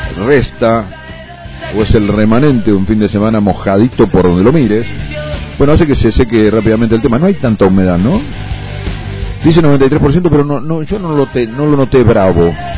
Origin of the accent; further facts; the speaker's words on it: San Rafael, Mendoza, Argentina; now in Alta Gracia, Argentina; soy de San Rafael Mendoza.